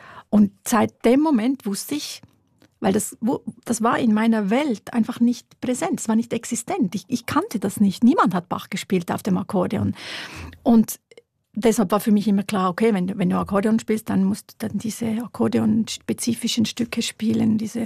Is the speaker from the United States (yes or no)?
no; Wollerau, Schwyz, Switzerland; born or raised there